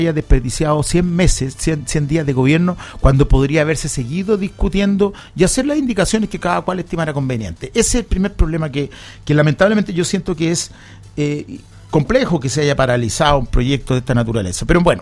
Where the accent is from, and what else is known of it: Chile